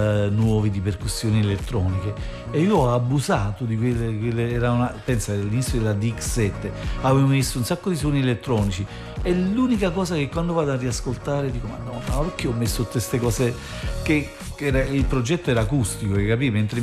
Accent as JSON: {"language": "Italian", "region": "Campania", "country": "Italy", "said": "io vengo dall'Arenaccia"}